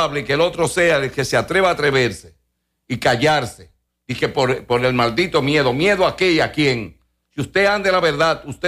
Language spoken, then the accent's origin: Spanish; Dominican Republic